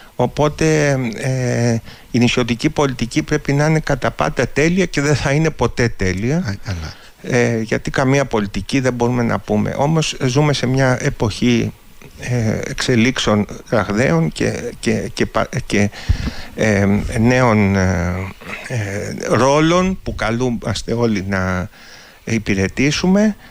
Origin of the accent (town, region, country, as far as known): Oinousses, North Aegean, Greece; moved away; also born or lived in Athens